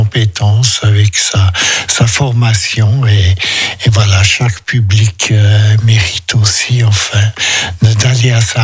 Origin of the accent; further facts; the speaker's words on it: Romandy, Switzerland; Et moi-même, je suis un Suisse-Allemand qui, dès sa tendre enfance, habitait en Suisse romande